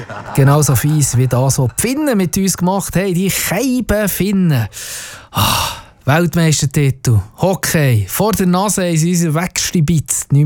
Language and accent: German; Switzerland; als Schweizer Sportfans.